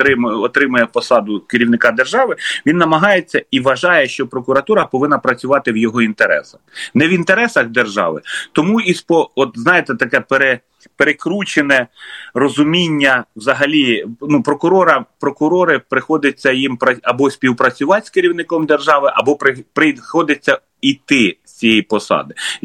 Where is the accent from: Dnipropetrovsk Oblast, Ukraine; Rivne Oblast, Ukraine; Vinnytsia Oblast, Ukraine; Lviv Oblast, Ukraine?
Dnipropetrovsk Oblast, Ukraine; моєї рідної області, Дніпровської